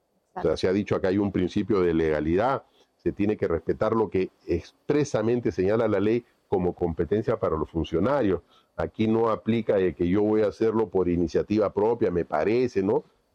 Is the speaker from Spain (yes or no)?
no; Peru; que como peruanos opino